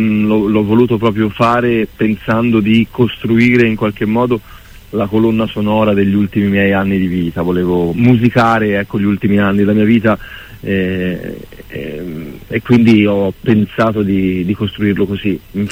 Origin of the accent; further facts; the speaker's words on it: Livorno, Tuscany, Italy; Io sì, sono di Livorno, sì, sì, sì. Nato e cresciuto a Livorno.